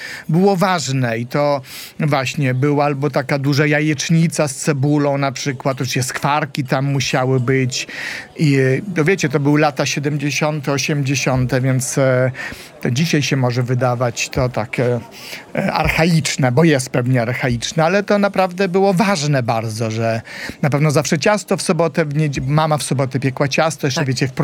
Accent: Grajewo, Podlaskie Voivodeship, Poland; moved away; ja pochodzę z Podlasia, czyli z Grajewa, czyli tam, gdzie robią te mleko łaciate i te masło łaciate

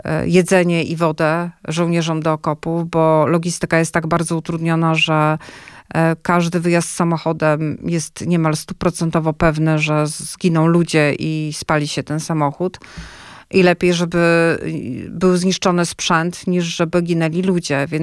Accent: Pomeranian Voivodeship, Poland; ja wyrosłam na Pomorzu w cieniu Solidarności albo w słońcu Solidarności.

